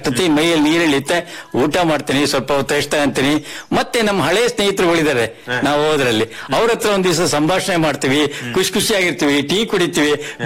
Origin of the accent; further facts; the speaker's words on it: Shankaraghatta, Karnataka, India; also born or lived in Maharashtra; ನಾನು ಶಂಕರಗಡದವರು. ಇಲ್ಲಿ ನನಗೆ ಇವಾಗ 85 ವರ್ಷ ಮುಗಿತಾ ಇದೆ.